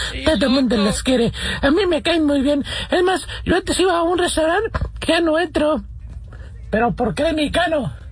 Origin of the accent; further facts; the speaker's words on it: Spain; Porque soy español, ¿verdad?